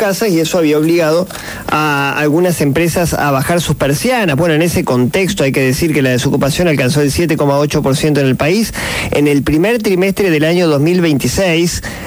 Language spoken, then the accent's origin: Spanish; Argentina